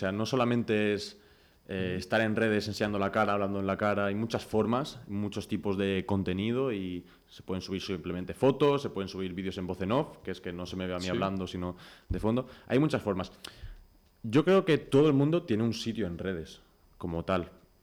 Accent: Mallorca, Balearic Islands, Spain; Soy de Mallorca, tengo 23 años

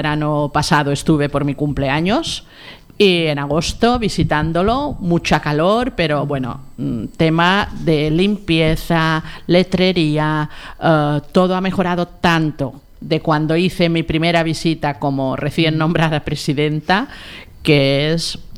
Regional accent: Balearic Islands, Spain; Como buena mallorquina, tengo que dar mi voto a Torralba.

